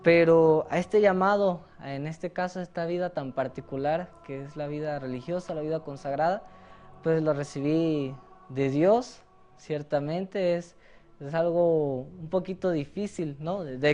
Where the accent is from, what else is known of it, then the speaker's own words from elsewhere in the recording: Caracas, Capital District, Venezuela; Soy de Venezuela, la ciudad de Caracas, bueno, a las afueras, una parroquia que se llama Cartanal.